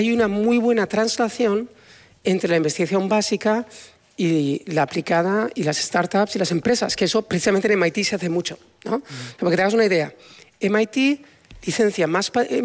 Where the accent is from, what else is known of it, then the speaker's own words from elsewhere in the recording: Spain; now in United States; Hay un italiano, dos chinos, yo soy español, uno turco.